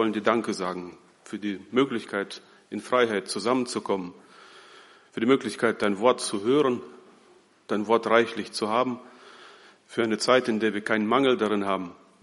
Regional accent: Bünde, North Rhine-Westphalia, Germany; ich komme aus Bünde

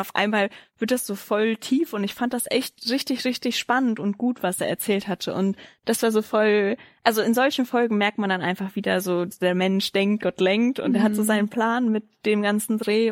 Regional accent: Cologne, North Rhine-Westphalia, Germany; Vor allem bei uns in Köln ist das ja auch noch mal so ein größeres Thema

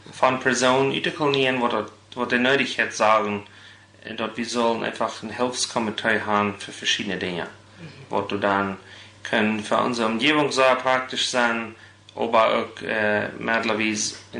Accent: Rubio, Chihuahua, Mexico; Ich bin in Rubio geboren, so dass du von Coctemoc 40 Kilometer nach Norden.

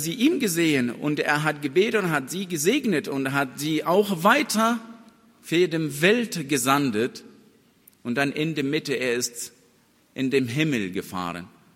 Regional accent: Egypt; German is a second language; Bei uns in Ägypten, wir haben solche Feiern nicht. Wir feiern nicht als Gemeinde oder in die Kirche.

